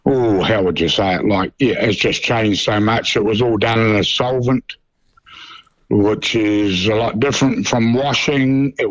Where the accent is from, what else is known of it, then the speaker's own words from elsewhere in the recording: Dunedin, Otago, New Zealand; We're from Dunedin. We're all brought up, lived here. Got five kids with mum and dad and whatever. And we're all still in Dunedin